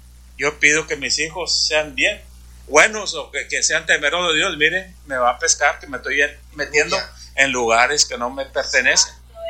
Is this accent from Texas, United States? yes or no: yes; Brownsville, Texas, United States; yo vengo de Brownsville, Texas es una ciudad que está un río y al cruzar el río es Matamoros, ya es México eso.